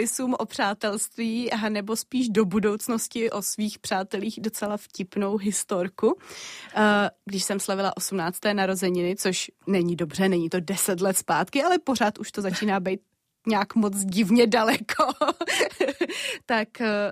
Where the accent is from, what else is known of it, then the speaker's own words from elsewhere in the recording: Prague, Czechia; protože jsem Pražačka.